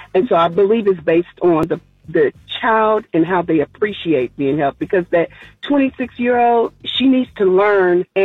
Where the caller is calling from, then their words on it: Dallas, Texas, United States; Hi, this is … from Dallas, Texas, and I have three kids, 18, 26, and 36